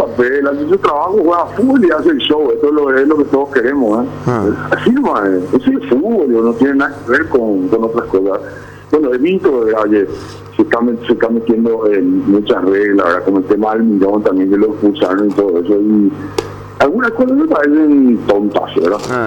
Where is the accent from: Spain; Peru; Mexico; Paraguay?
Paraguay; moved away as an adult; now in France; yo soy paraguayo, le digo, me quedo paraguayo